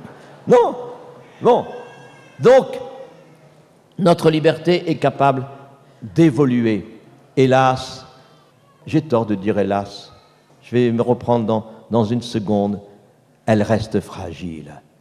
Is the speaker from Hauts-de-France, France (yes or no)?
yes; Cambrai, Hauts-de-France, France; On a dit tout à l'heure que je venais de Cambrai.